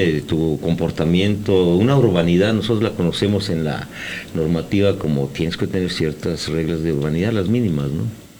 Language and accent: Spanish; Ciudad Juárez, Chihuahua, Mexico; yo digo que soy de Ciudad Juárez